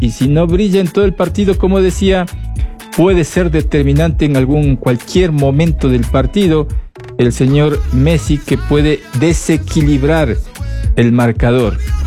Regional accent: Ecuador; nosotros como ecuatorianos

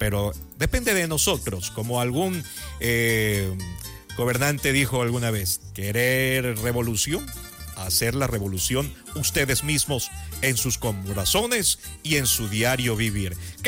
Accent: Esmeraldas, Ecuador; mi tierra bella, mi tierra verde, Esmeraldas. Orgullosamente, esmeraldeños, saludos a mi tierra linda, Esmeraldas.

